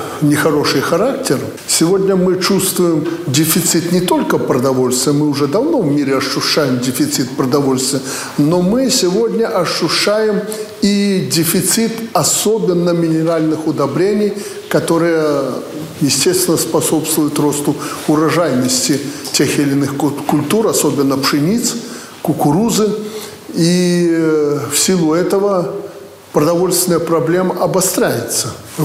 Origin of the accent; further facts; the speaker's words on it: Belarus; что мы, белорусы, должны сделать